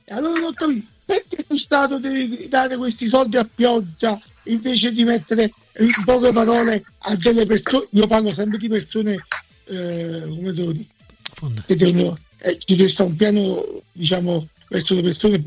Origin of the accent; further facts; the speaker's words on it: Portici, Campania, Italy; mi ricordavo un tavolo tondo che avevo quando ero piccolo, che abitavamo a Portici.